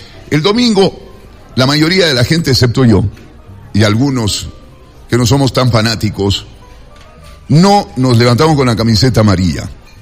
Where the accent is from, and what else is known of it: Ecuador